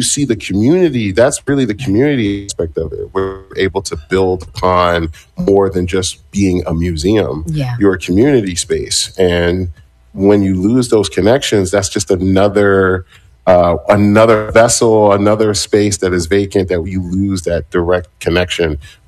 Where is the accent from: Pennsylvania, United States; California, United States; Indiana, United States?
Pennsylvania, United States; Philadelphia; I'm born and raised in Philadelphia, product of William Cullen Bryant Elementary School